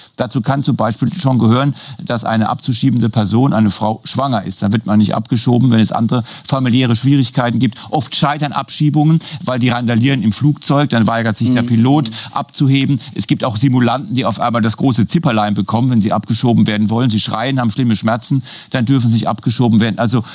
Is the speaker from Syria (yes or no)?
yes; Syria; jetzt gehe ich zurück in meine Heimat, helft die aufzubauen und meine Heimat ist Syrien.